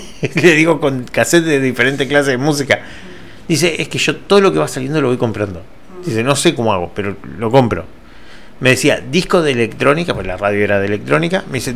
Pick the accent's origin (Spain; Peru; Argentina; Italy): Argentina; Entre Ríos; ¿vos de qué parte sos? Porque no era el mismo, habla de un porteño. Digo, de Entre Ríos.